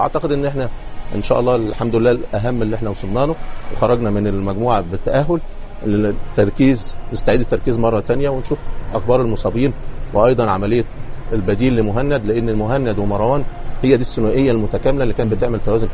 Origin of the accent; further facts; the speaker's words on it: Egypt; احنا عندنا في مصر